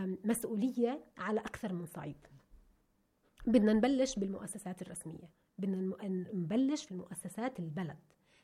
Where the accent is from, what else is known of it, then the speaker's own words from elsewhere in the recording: Palestine; وصير منظري انا كانسان فلسطيني امام العالم